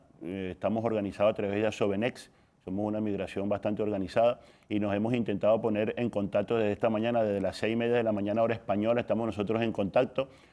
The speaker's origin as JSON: {"language": "Spanish", "country": "Venezuela", "moved": "yes", "lives_now": "Extremadura, Spain"}